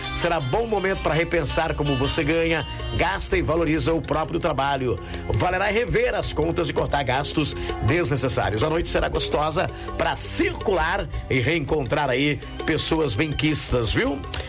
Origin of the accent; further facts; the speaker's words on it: Descalvado, São Paulo, Brazil; moved away; Ah, alô, Descalvado, querida! Minha terra amada e inesquecível, onde tudo começou em minha vida, em 1983.